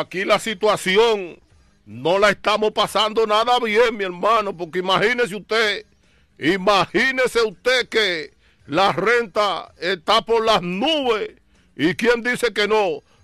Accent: Dominican Republic; now in Boston, United States; yo soy el único dominicano con programa propio

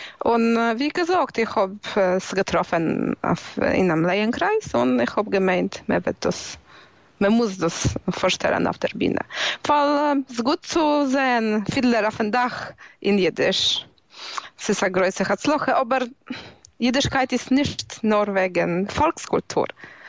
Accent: Kielce, Świętokrzyskie Voivodeship, Poland; born there; Ich bin geboren in Kelz. Wo es ist ein treuriger Platz für jeden, man versteht das.

